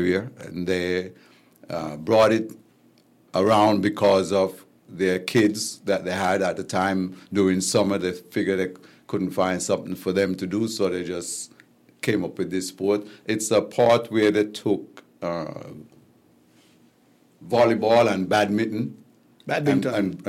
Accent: Challengers, St. Kitts & Nevis; moved away; also born or lived in Sandy Point / Basseterre; I am from Challengers Village. As a matter of fact, I went to school in Sandy Point my first several years in my childhood.

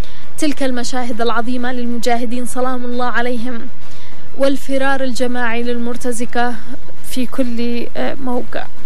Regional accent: Yemen; بالنسبة لنا إحنا كيمنيين

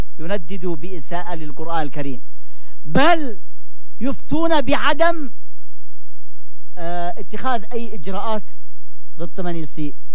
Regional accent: Yemen; احنا من اليمن

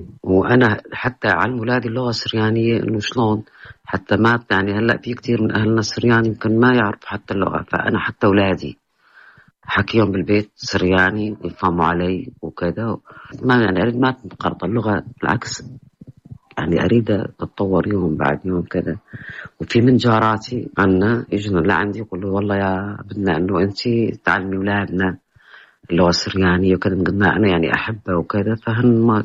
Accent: Al-Hasakah Governorate, Syria; أنا من قرية الوطوطية امرأة مسلمة سيدة مسلمة وعشت عمري طفولتي بين قريتنا قريتنا السريان طبعا تتميز بأهلنا السريان المسيحية وعشت بينهم واللغة أتقنها يعني كثير كويس

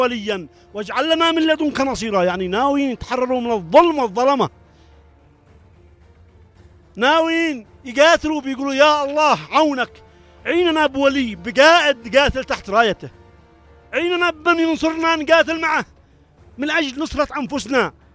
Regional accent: Yemen; احنا يمنيين

